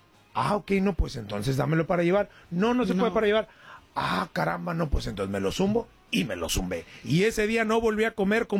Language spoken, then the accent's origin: Spanish; Monterrey, Nuevo León, Mexico; No, espérame, yo soy regio, bro.